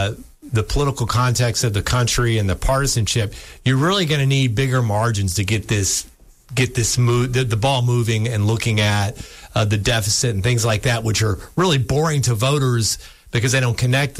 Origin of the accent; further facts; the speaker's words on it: Florida, United States; I grew up in Florida.